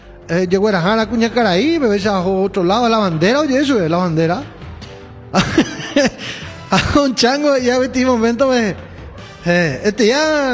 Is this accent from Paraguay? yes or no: yes; Paraguay; unirnos como paraguayos